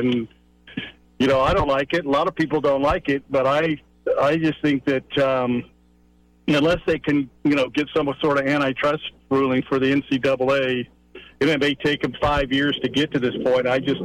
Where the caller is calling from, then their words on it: Florence, United States; in Florence.